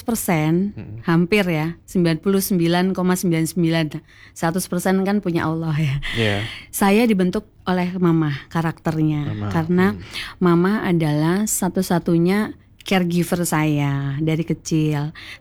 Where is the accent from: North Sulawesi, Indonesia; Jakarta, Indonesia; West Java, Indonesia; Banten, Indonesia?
West Java, Indonesia